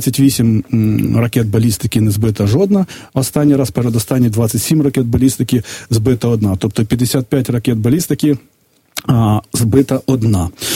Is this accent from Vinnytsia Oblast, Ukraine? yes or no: yes; Vinnytsia, Vinnytsia Oblast, Ukraine; now in Kyiv, Ukraine; Умовно, я ж родом з Вінниці, в мене там є я вже давно не живу, там є якісь знайомі, друзі